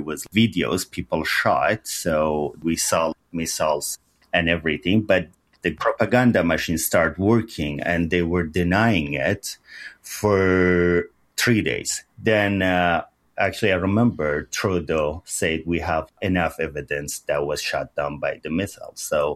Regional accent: Sanandaj, Kurdistan, Iran; My brother called me from Sanandaj, my hometown Sna, and told me that Arvin and Aida were on that plane.

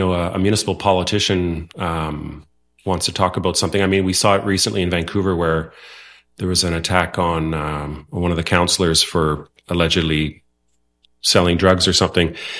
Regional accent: Netherlands; first language Dutch; English is a second language; You know, I'm Dutch. My mom and dad were Dutch. I'm a Dutch citizen as my first language.

